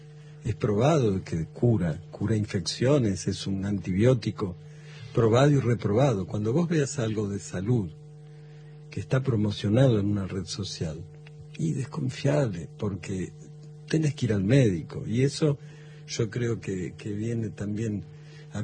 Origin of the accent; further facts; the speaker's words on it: Argentina; yo soy re argentino y digo, bueno, este país ha recibido históricamente